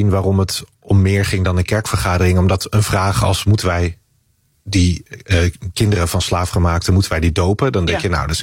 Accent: Netherlands

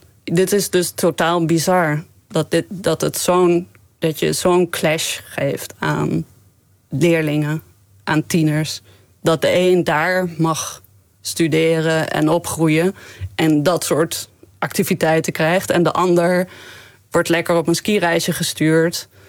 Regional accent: Groningen, Netherlands; Ja, ik ben gewoon Nederlands uit Groningen.

